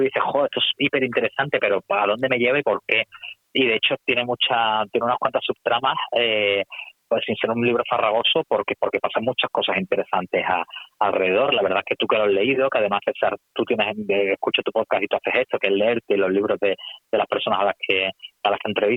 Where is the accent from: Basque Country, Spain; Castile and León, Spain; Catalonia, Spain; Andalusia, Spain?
Andalusia, Spain; Seville; now in Madrid, Spain; Yo soy sevillano, pero vivo en Madrid